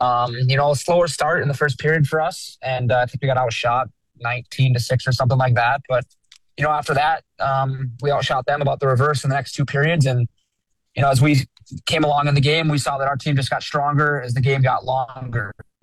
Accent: Minnetonka, Minnesota, United States; growing up in Minnetonka was great. No bad things to say there, only great things to say

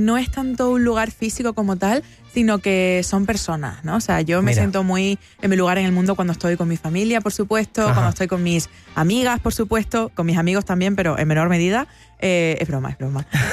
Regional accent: Almendralejo, Extremadura, Spain; moved away as an adult; now in Seville, Spain; tengo mi lugar en el mundo tanto en Almendralejo, en mi pueblo natal, como en Sevilla, que es donde vivo actualmente

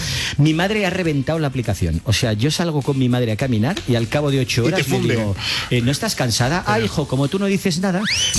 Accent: L'Hospitalet de Llobregat, Catalonia, Spain; Hombre, a ver, soy de Hospitalet, alguna cosa pillo.

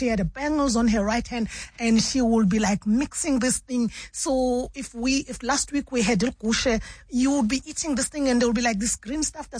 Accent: Mbombela, Mpumalanga, South Africa; Yeah, because I come from the Lowveld if you know Mbombela, or Nelspruit used to be called as the city of Imboza Nema Orange, which is the tobacco and oranges. So I come from that area.

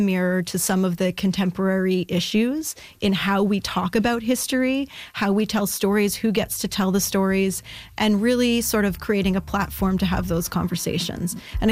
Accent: Ottawa, Ontario, Canada

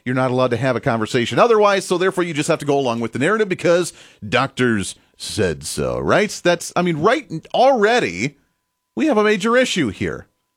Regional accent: Kansas, United States; I'm from Kansas. Everybody around here loves, you know, President Eisenhower.

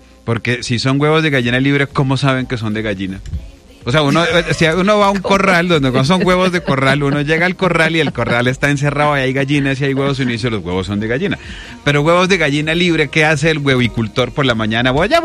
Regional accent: Santa Marta, Magdalena, Colombia; Ya es prohibido, pero como yo soy samario, que no sé si se acuerdan.

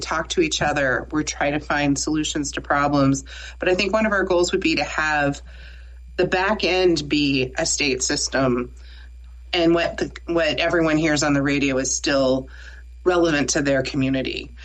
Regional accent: Nebraska, United States; I'm from Nebraska, and everyone goes, and Nebraska has a statewide network.

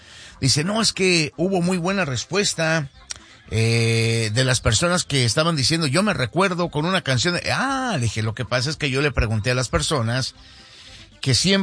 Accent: Huejúcar, Jalisco, Mexico; now in United States; canción a mí me recuerda de cuando yo me vine para Estados Unidos, un primero de agosto de 1988, de mi pueblo, de ahí de los Nestores, Huejúcar, Jalisco, al aeropuerto de Calera para venirme a Tijuana y poder cruzar hacia este país por primera vez.

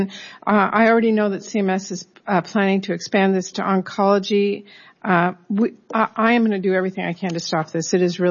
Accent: Washington, United States; including in my home state of Washington.

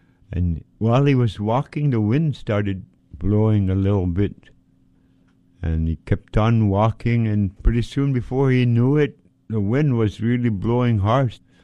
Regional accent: Point Hope, Alaska, United States; I'm an Inupiaq from Tikilak, Point Hope, Alaska.

